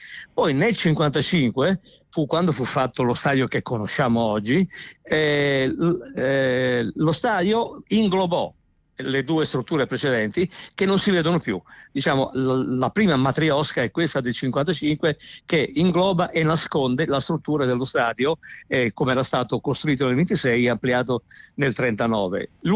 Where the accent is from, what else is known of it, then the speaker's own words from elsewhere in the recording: Tuscany, Italy; now in Milan, Italy; Vado a San Siro dal 1981, io mi sono trasferito a Milano dalla Toscana nel 1981